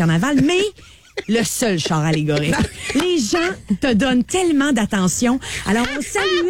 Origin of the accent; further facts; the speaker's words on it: Quebec City, Quebec, Canada; Moi, je viens de Québec.